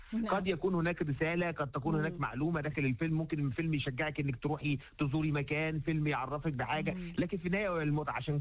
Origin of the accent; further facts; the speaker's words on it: Egypt; احنا عندنا في مصر